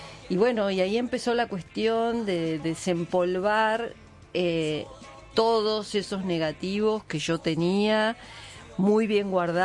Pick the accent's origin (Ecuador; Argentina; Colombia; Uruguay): Argentina; La Plata, Buenos Aires Province; also born or lived in Gonnet; Yo en realidad soy platense.